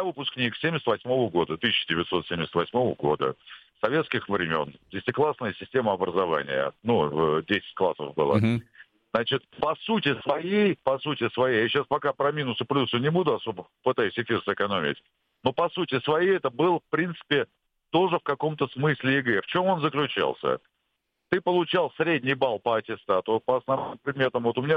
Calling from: Moscow, Russia

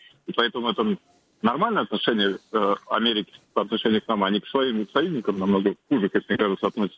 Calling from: Tomsk, Tomsk Oblast, Russia; из Томска.

